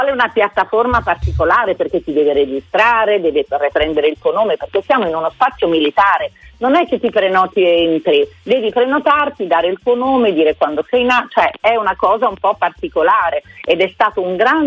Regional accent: Milan, Lombardy, Italy; now in Naples, Italy; Io non sono napoletana, sono milanese, però ormai da 36 anni abito a Napoli, quindi mi sento napoletana.

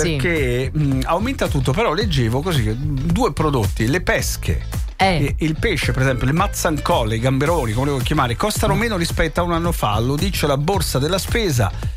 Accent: Campania, Italy; dalle mie parti la laccia è il sedano detti napoletano, la laccia.

